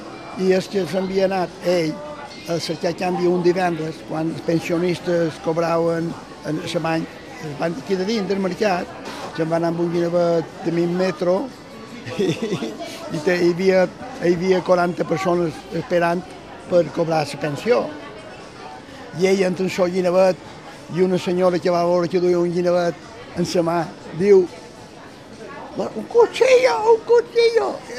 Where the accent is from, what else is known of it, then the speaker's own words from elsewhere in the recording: Palma, Balearic Islands, Spain; Jo vaig néixer en el Matadero. M'entén, ma mare pelava peus i jo em fotien a dins un mericanota i me tiraven un racó. Això és així. Quan vaig començar a caminar, ma mare pelava peus i jo estava a 50 metres de la nave dels xots, de l'escorxó de Palma.